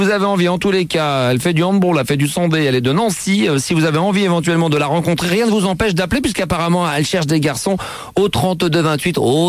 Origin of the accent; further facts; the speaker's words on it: Italy; Genre, je suis italienne, donc je dois être jalouse et possessive.